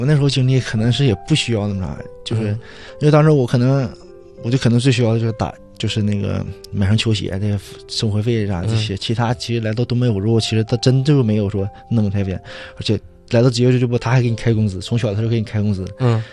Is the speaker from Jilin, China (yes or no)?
yes; Wangqing, Jilin, China; moved away; 可能我家是延边的嘛，延边王兴那边可能来坐个四五小时车，高铁两三小时到了，还更方便一些。